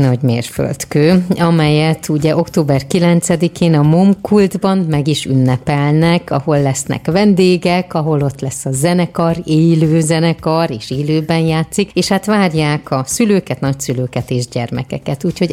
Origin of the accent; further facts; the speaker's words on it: Nyíregyháza, Szabolcs-Szatmár-Bereg, Hungary; born there; Ó, de jó, én ott születtem.